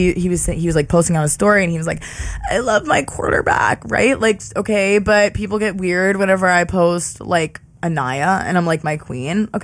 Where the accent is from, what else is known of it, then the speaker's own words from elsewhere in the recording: Pennsylvania, United States; moved away; I'm from Pennsylvania